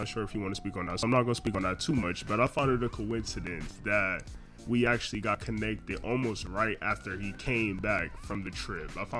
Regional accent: Milwaukee, Wisconsin, United States; You know, growing up in Milwaukee and stuff like that, it most definitely opened up your mind to a lot of the things that happen in the world

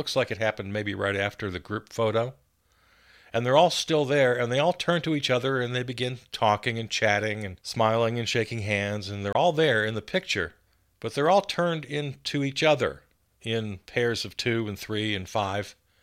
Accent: United States; born there; because I was born in America, and that's tantamount to treason if I root for the other side.

